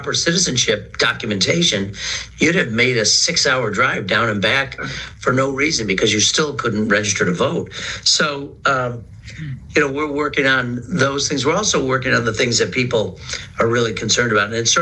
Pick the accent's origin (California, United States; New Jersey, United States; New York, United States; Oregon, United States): New York, United States; because I come from New York